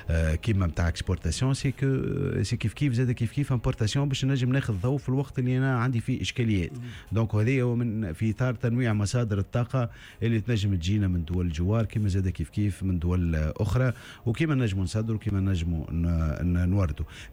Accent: Tunisia

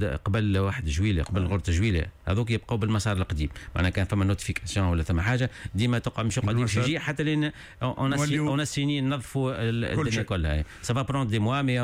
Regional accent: Tunisia; الخبره عندنا في تونس هنا موجوده

